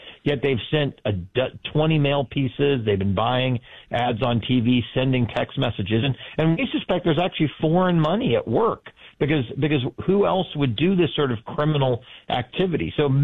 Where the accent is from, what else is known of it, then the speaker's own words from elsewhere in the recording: Kentucky, United States; Well, I grew up in Kentucky. My family's from Florida.